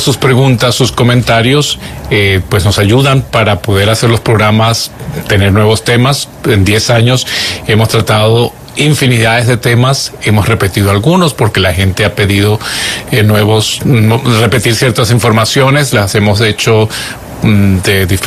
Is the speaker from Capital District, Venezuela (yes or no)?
yes; Caracas, Capital District, Venezuela; born or raised there; moved away